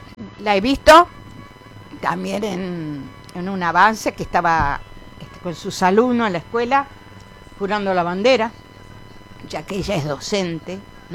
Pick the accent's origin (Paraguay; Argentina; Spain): Argentina; también somos argentinos.